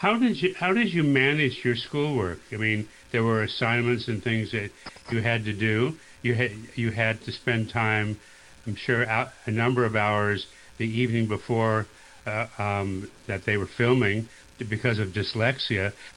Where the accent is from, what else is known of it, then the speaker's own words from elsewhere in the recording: Florida, United States; also born or lived in Los Angeles; I was actually born in Los Angeles, and I grew up in Florida